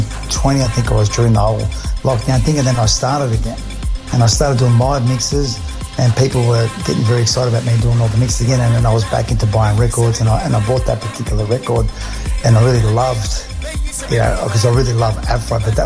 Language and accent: English; Albania; I'm from the Balkans. I'm Albanian.